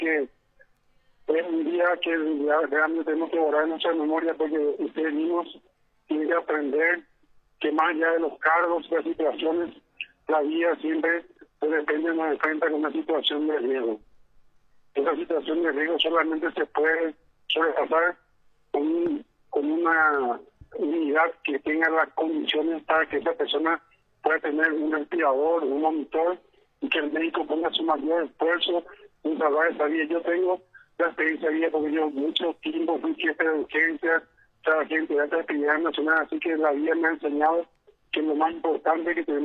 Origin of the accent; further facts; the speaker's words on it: Guairá, Paraguay; moved away as an adult; venir a mi ciudad natal. Hace 31 años que dejé la lista por cuestiones profesionales.